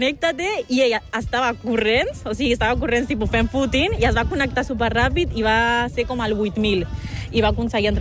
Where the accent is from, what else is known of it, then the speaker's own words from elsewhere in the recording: Barcelona, Catalonia, Spain; also born or lived in Colombia; Bueno, jo soc de Colòmbia, però he viscut tota la meva vida a Barcelona